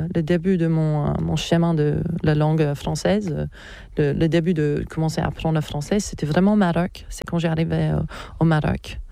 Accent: Australia; moved away as an adult; Je suis née en Australie, j'ai grandi en Australie. Mais j'étais dans cette culture polonaise et donc j'avais toujours envie de partir de l'Australie

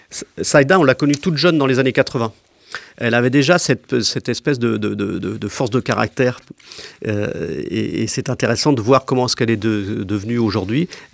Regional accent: Saint-Herblain, Pays de la Loire, France; moved away; also born or lived in Nantes; moi, je suis né à Saint-Herblain. Enfin, je suis né à Nantes, mais j'ai vécu à Saint-Herblain. J'étais à Camus, donc j'ai vécu ma jeunesse dans l'environnement de Bellevue.

